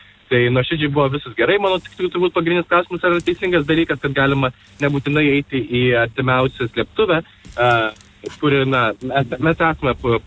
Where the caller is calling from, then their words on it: Vilnius, Vilnius County, Lithuania; esame vilniečiai